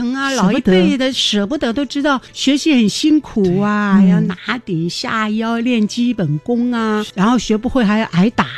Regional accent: Zuoying, Kaohsiung, Taiwan; 其实啊，我是台湾土生土长，很多观众朋友啊，或者是年轻的观众跟我交谈以后都以为我是来自大陆，其实我就生长在台湾的左营，从小我八岁就学戏了

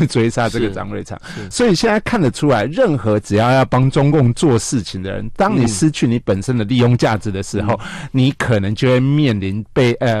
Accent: Taiwan; 我们台湾人

